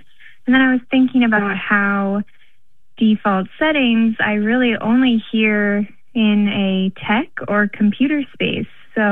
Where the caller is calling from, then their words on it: New York City, New York, United States; I'm calling from Ridgewood, Queens, New York City.